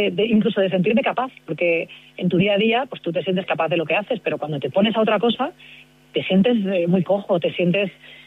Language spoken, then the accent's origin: Spanish; Barcelona, Catalonia, Spain; now in Madrid, Spain